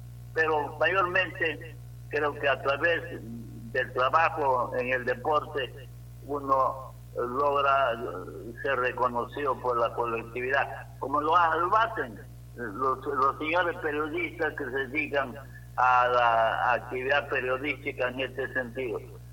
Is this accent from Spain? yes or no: no; Huarmaca, Piura, Peru; de mi tierra, de Huarmaca